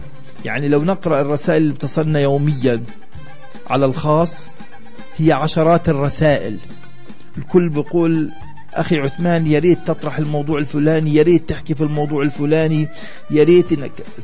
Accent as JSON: {"language": "Arabic", "country": "Palestine", "said": "كفلسطينيين نعيش على هذه الأرض"}